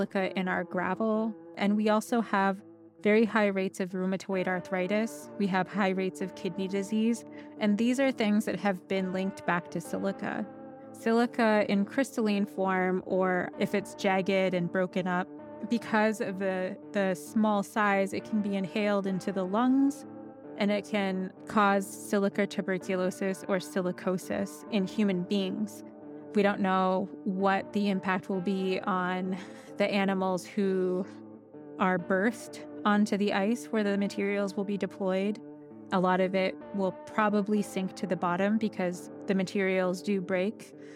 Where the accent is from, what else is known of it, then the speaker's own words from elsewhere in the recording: St. Lawrence Island, Alaska, United States; I'm from St. Lawrence Island.